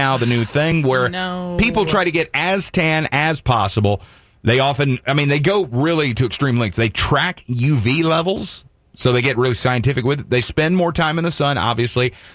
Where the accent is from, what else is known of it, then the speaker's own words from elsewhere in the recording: Deep South, United States; growing up in the Deep South as we did and me in the 80s, early 80s, and you in the 90s